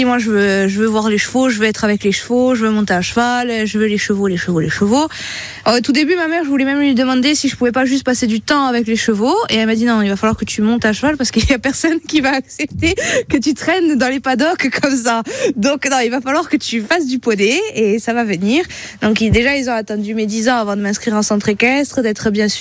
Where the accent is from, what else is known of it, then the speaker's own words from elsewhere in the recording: Lumio, Corsica, France; now in Ponte-Leccia, France; moi je suis originaire de Lugno, toute ma famille est en Balagne, entre Lugno, Moncal, Calenzane, Calvi.